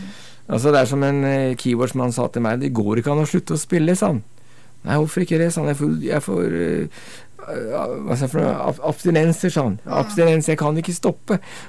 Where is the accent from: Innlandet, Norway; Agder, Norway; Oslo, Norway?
Oslo, Norway; now in Bjørkelangen, Norway; Du, jeg er egentlig fra Oslo, men jeg flyttet til Bjørkelangen, altså Aurskog-Høland kommune da.